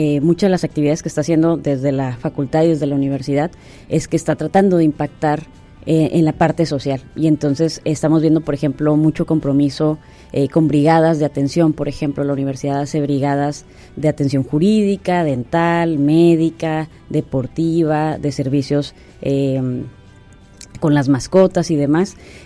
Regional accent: Tijuana, Baja California, Mexico; born there; en mi caso me tocó nacer ya en Tijuana, pero mis padres vienen de dos ciudades distintas de este país también

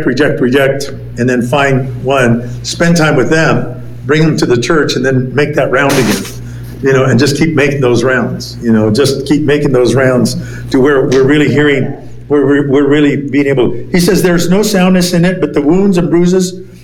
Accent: Michigan, United States; You know, I grew up in Michigan.

